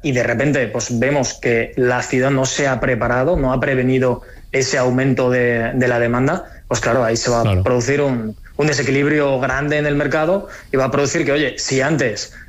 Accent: Altea, Valencian Community, Spain; yo cuando empecé a estudiar, yo llegué, bueno, de un pueblito de Alicante, de Altea, me fui a estudiar a Valencia con tres amigos del bachiller.

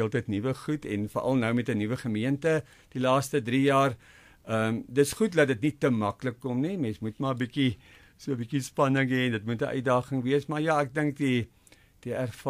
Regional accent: Heidelberg, Gauteng, South Africa; also born or lived in Virginia / Sasolburg; Ek's gebore in Virginia in die Vrystaat en toe is ek in die laerskool Laer Volksskool Heidelberg. In Hoër Volksskool Heidelberg tot so in die ou standaard 8, vandag graad 10

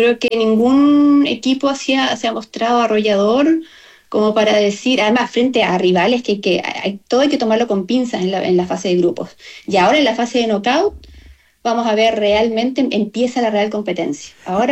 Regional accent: Chile; moved away; las cosas ya no estaban bien cuando yo me fui de Chile

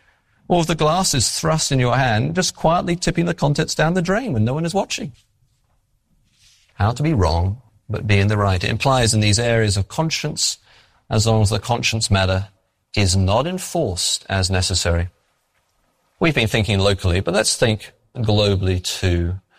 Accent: England, United Kingdom; moved away as an adult; now in New England, United States; No, I'm English.

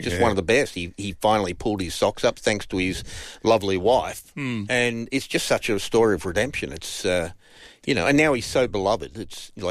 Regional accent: Australia

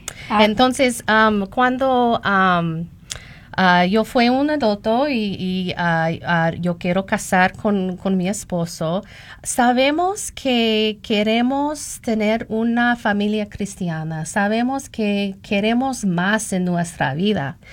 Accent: Tucson, Arizona, United States; born there; Spanish is a second language; now in Phoenix, United States; nací en Tucson, muy cerca de aquí, en Phoenix. Y mis padres fue cristianas, son cristianas ahora.

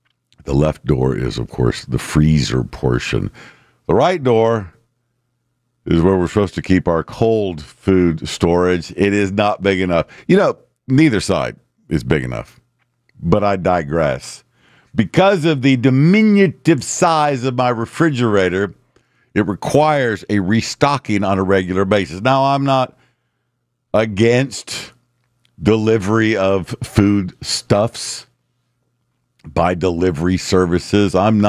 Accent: Houston, Texas, United States; I moved back home to the part of town that I grew up in. And when I came home from the Army and I went to college and blah, blah, blah, I didn't live in Spring Branch. I have now moved, not with my parents, I've moved back into the branch.

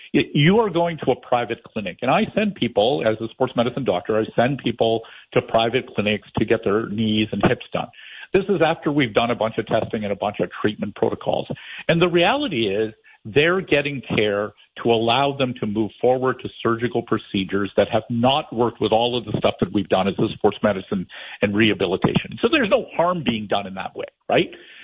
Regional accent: Canada; And that is the pride of being Canadian.

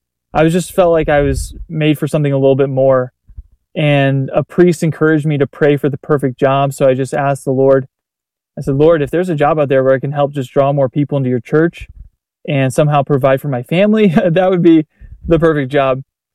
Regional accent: Texas, United States; a lot of my, kind of Bible Belt prejudices that I built up, I grew up in Texas

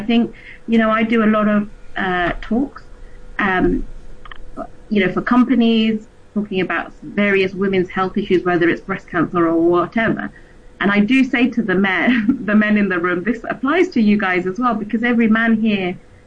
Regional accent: Surrey, South East England, United Kingdom; moved away as an adult; now in United Arab Emirates; born and raised in Surrey in England. And moved to the UAE about 17 months ago now

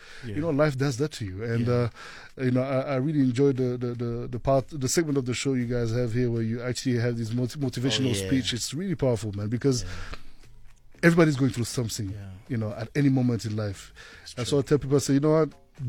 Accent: Bria, Haute-Kotto, Central African Republic; moved away; But I grew up in Bria, which is 600 kilometers away from the capital city, Bangui, where we were kind of like the only light-skinned or white people in the area.

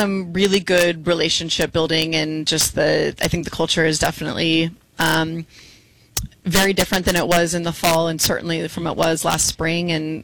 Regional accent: the Bay Area, California, United States; moved away; I'm from the Bay, so I had to make a Bay trip

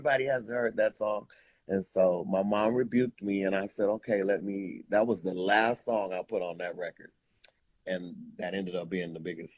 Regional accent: Milwaukee, Wisconsin, United States; now in Los Angeles, United States; Well, okay, so I do live in Los Angeles, but I am from Milwaukee, Wisconsin.

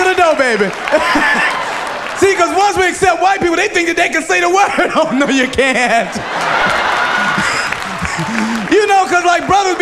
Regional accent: Atlanta, Georgia, United States; Y'all know me. … I'm from Atlanta, Georgia

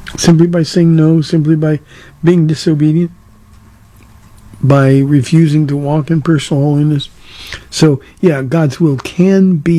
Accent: California, United States; moved away; I'm from Southern California. I grew up 30 miles east of Los Angeles

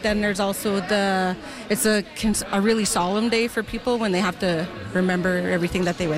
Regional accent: Fisher River Cree Nation, Manitoba, Canada; I'm from Fish River Cree Nation.

